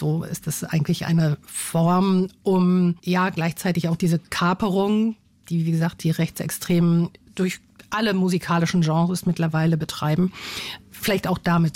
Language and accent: German; West Germany, Germany; ich komme aus dem Westen